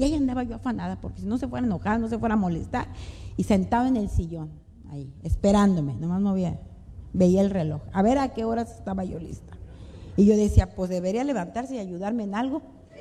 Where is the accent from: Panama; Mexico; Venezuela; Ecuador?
Mexico; Monterrey, Nuevo León; No, hombre, yo soy de Monterrey, donde uno come cabrito, carne, salsa, tortillas, cosas sabrosas.